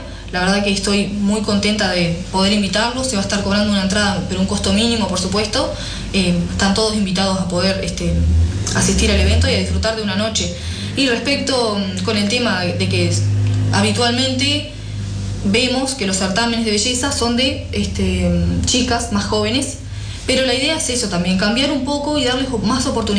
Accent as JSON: {"language": "Spanish", "country": "Uruguay", "said": "quisiera representar lo que somos los uruguayos, ¿tá?"}